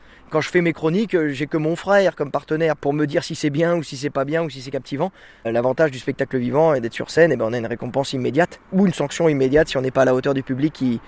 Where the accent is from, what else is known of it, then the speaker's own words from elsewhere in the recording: western France, France; moved away; Moi j'ai grandi dans l'Ouest, donc j'étais un peu plus loin que les Messins.